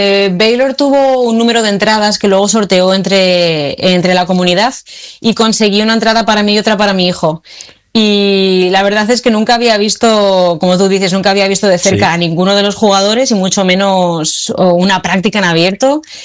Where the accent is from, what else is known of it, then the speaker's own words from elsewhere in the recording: Burgos, Castile and León, Spain; accent: castellana; moved away as an adult; now in Chattanooga, United States; No, soy de la capital.